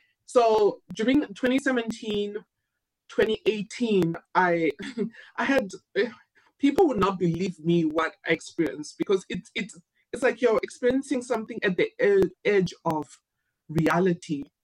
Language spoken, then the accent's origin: English; Zimbabwe; moved away as an adult; now in United States; I was my second year in the US. I'm from Zimbabwe. So I'm a college student in a foreign land.